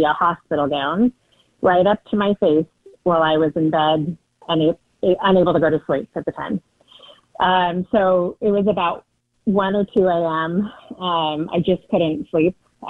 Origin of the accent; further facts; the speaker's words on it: Portland, Oregon, United States; I'm from Portland, Oregon as well.